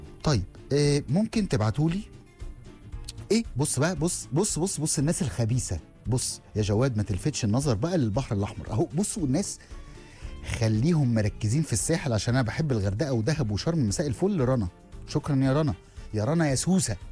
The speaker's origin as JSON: {"language": "Arabic", "country": "Egypt"}